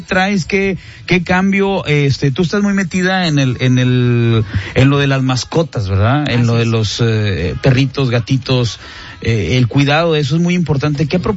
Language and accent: Spanish; Santa Catarina, Nuevo León, Mexico; una paisana mía de allá de mi municipio